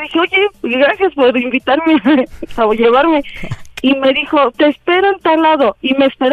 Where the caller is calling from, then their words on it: Mexico City, Mexico; Tengo 35, soy de CDMX.